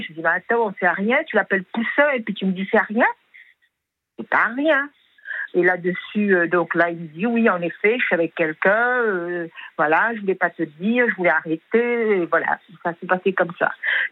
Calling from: Switzerland; je viens de Suisse

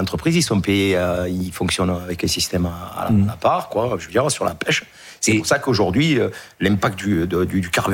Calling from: Aigues-Mortes, Occitanie, France; J'habite à Aigues-Mortes.

